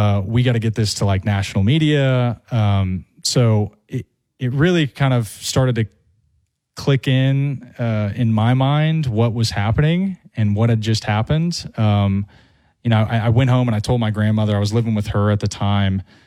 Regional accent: Tulsa, Oklahoma, United States; For all places, being in Tulsa, Oklahoma, which is my hometown

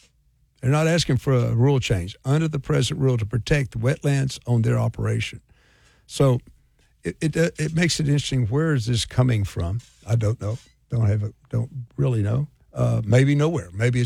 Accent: Pine Bluff, Arkansas, United States; I grew up in Pine Bluff

